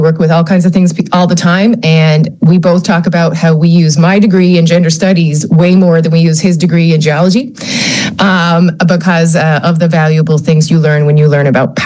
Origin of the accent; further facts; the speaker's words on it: Portugal Cove, Newfoundland and Labrador, Canada; also born or lived in St. John's, Newfoundland; So I am from St. John's, Newfoundland, Portugal Cove originally, but grew up, lived once I became an adult in the downtown St. John's life.